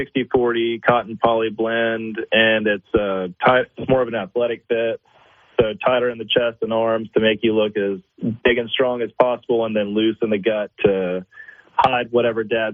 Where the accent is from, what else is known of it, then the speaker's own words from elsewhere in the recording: Texas, United States; growing up in Texas, college football is the big deal because you have to make a choice at some point in your life as a young man whether you're an A&M or UT fan